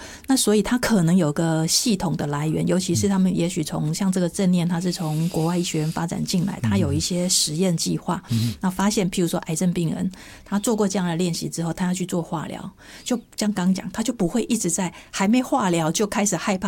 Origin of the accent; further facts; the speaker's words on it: Taiwan; 我们台湾人有一种想法，